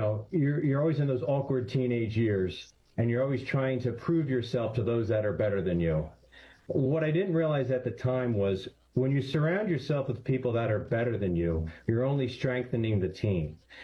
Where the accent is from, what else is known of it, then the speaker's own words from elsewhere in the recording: Pennsylvania, United States; I'm from Douglas Hill, Pennsylvania. I'm the oldest of two. My brother is 13 years my junior.